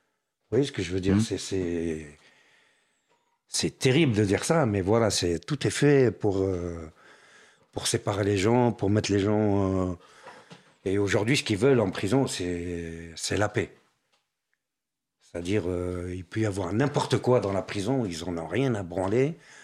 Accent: France; Mais monsieur, vous êtes tunisien. J'ai dit non, je suis français.

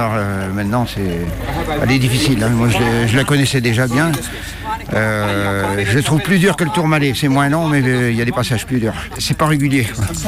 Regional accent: Nouvelle-Aquitaine, France; Oui, oui, oui. Je suis de Charente-Maritime.

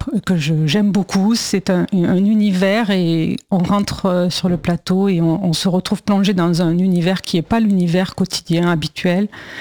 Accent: Occitanie, France; Donc, à l'âge de 5 ans, je suis allée... mes parents sont allés vivre dans le Gers. C'est pour ça que j'ai un accent.

